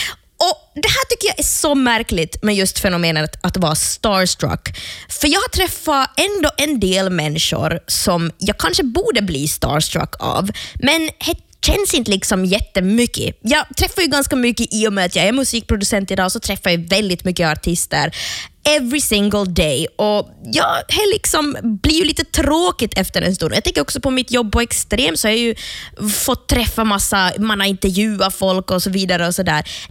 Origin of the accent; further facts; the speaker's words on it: Jakobstad, Ostrobothnia, Finland; Jag tror att det finns en connection i och med att hon just är från Umeå och jag är från Jeppis.